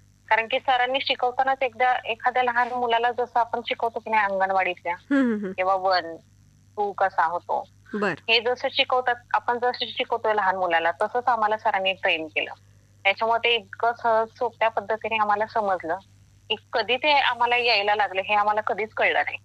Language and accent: Marathi; Panchgani, Maharashtra, India; now in Satara district, India; मी मूळची पाचगणीची आहे. माझं माहेर पाचगणी आहे.